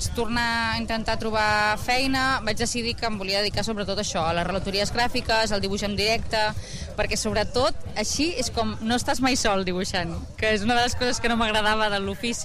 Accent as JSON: {"language": "Catalan", "town": "Martorell", "region": "Catalonia", "country": "Spain", "said": "Bueno, soc de Martorell, llavors ja..."}